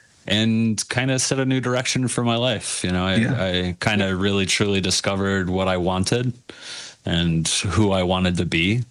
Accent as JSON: {"language": "English", "town": "Seattle", "region": "Washington", "country": "United States", "tie": "born or raised there", "said": "I grew up in Seattle"}